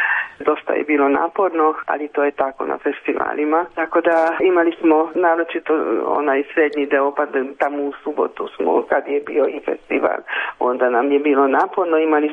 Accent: Hungary; jedino mi smo bili iz Mađarske, dakle nije bila van zemlje nikakva grupa

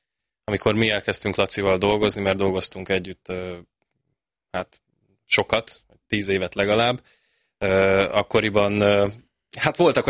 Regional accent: Debrecen, Hajdú-Bihar, Hungary; hát akkor nagyon örültünk, amikor bejutottunk a legjobb 8 közé egy országos bajnokságon, debreceniként, meg egyáltalán vidékiként, hát néztek ránk, hogy ezek meg honnan jöttek

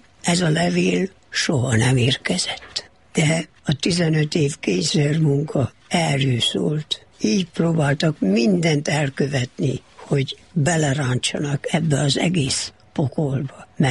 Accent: Okland, Harghita, Romania; now in Miercurea Ciuc, Romania; Oklandon éltem le az életemet, amíg otthon voltam. Ott jártam iskolába, már 5 éves koromban mentem az iskolába

